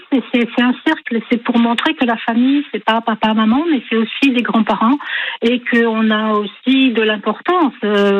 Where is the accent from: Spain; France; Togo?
France; Bourges, Centre-Val de Loire; now in Carry-le-Rouet, France; Je suis de Bourges, je suis du département du Cher.